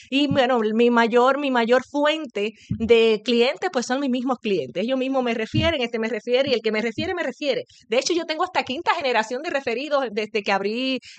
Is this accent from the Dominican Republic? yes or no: yes; Dominican Republic; moved away as an adult; now in Puerto Rico; yo soy natural de la República Dominicana y allí hice mis estudios superiores, vale, high school, pues la universidad me trajo a Puerto Rico.